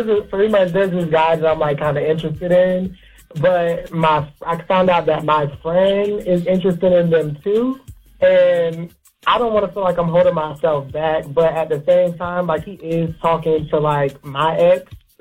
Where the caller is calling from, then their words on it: Orlando, Florida, United States; I'm from Orlando, Florida.